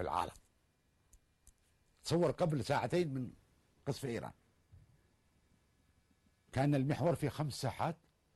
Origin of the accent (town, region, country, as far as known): Yemen